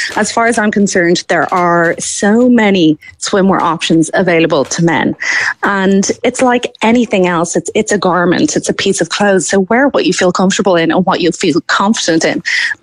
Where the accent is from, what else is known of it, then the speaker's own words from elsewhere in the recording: Ireland; But, you know, as Irish, I think there's a lot of elements of style that we would be quite conservative on anyway.